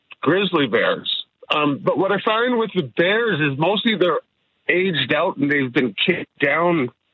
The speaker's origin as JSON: {"language": "English", "town": "Calgary", "region": "Alberta", "country": "Canada", "tie": "born or raised there", "said": "I'm born and raised in Calgary. I live in Parkland, right on Fish Creek."}